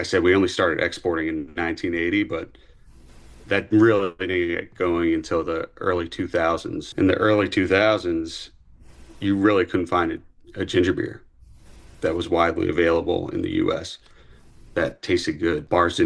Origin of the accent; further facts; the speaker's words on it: Bermuda; We don't even have a national anthem, but we have a national cocktail. … because we're still a British territory.